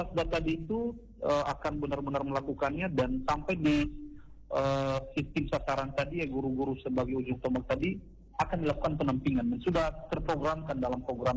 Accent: Nias, North Sumatra, Indonesia; born there; kita fasilitator produk asli dari Nias ini

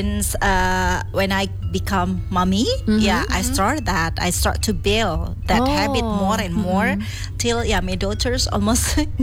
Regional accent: Indonesia; English is a second language; You know that we are Indonesian and completely we love Indonesia a lot.

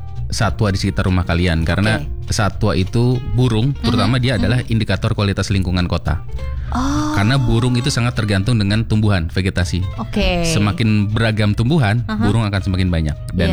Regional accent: Jakarta, Indonesia; sebagai orang Jakarta

